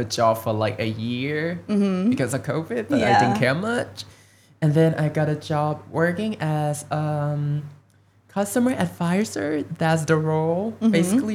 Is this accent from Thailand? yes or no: yes; Phuket, Thailand; I was born and raised in Phuket